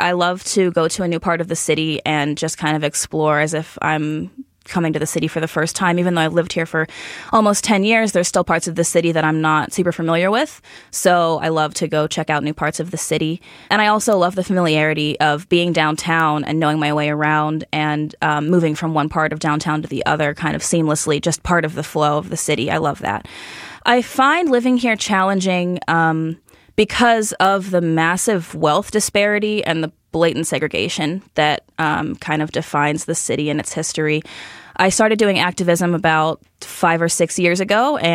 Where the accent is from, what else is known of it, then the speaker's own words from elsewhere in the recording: Pittsburgh, Pennsylvania, United States; moved away as an adult; now in Chicago, United States; I grew up in Pittsburgh.